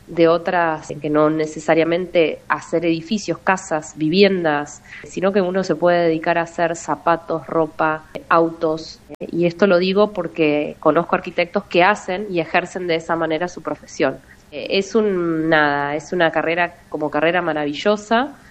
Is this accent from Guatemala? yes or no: no; Patagonia, Argentina; mi papá es de la línea sur, mis abuelos son de la línea sur, y siempre viví la Patagonia como soy patagónica, digamos. No me identifico con otro lugar